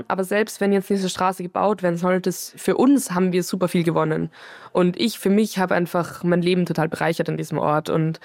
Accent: Lower Austria, Austria; Ich bin in der Nähe hier auch aufgewachsen, in der Schule gewesen

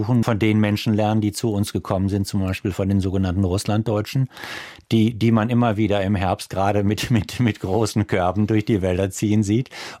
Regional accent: North Rhine-Westphalia, Germany; ich komme aus dem Dorf im Sauerland, gibt es bei uns wirklich was zu finden?

